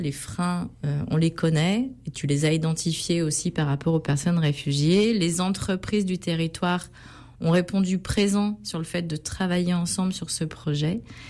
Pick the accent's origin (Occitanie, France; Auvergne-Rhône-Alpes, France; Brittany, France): Auvergne-Rhône-Alpes, France; Valence; moved away as an adult; also born or lived in Paris suburbs; ça fait maintenant 5-6 ans que je suis sur Valence, revenue sur les terres natales.